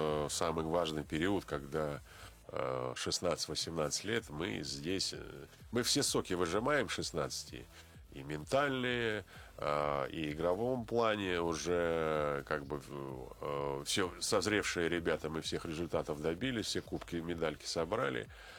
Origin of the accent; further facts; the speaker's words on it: Novosibirsk, Novosibirsk Oblast, Russia; я сам родом с Новосибирска